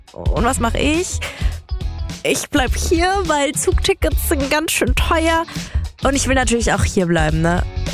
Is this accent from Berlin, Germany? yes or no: no; Munich, Bavaria, Germany; Und bei mir ist halt so, ich komme halt aus München und bei mir ist es halt das hier.